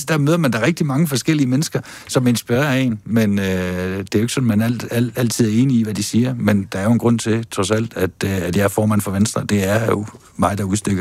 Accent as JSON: {"language": "Danish", "region": "Jutland", "country": "Denmark", "said": "Prøv at høre, jeg er jo oprindeligt fra Jylland af"}